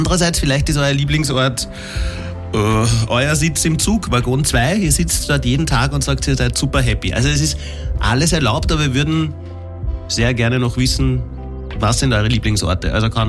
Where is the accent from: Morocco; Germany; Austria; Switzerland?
Austria; Aggsbach, Lower Austria; ich komme aus der Wachhauser.